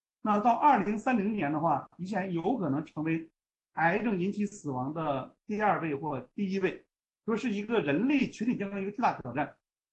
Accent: China; 但实际上能够让更广泛的我们中国人群受益。

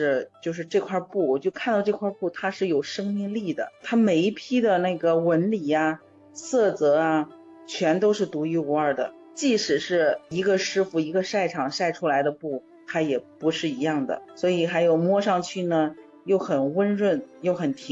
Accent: China; 都想找到真正属于我们中国人自己的特色面料。

